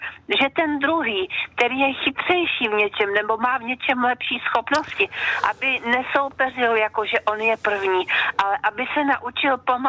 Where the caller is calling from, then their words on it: Trutnov, Hradec Králové Region, Czechia; z Trutnova.